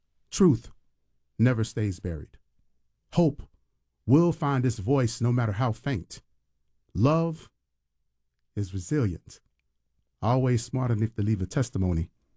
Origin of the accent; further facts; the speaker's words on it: Tampa, Florida, United States; for those of us who grew up here